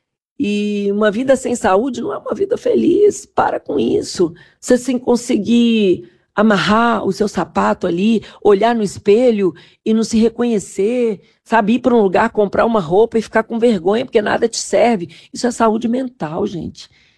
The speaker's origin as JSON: {"language": "Portuguese", "region": "Minas Gerais", "country": "Brazil", "said": "Eu sou mineira"}